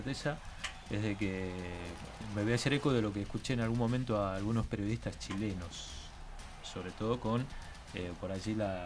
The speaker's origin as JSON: {"language": "Spanish", "region": "Jujuy", "country": "Argentina", "said": "soy de Jujuy."}